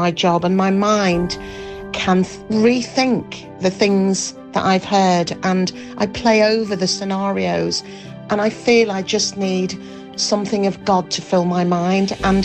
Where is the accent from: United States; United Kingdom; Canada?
United Kingdom; Leeds, Yorkshire and the Humber; from Leeds.